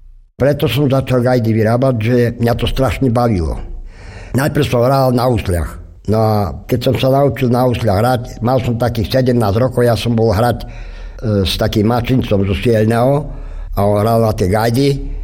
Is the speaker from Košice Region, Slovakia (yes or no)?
no; Oravská Polhora, Žilina Region, Slovakia; born there; Ja som sa narodil v Oravskej Pohore. Narodil som sa 30. augusta 1921.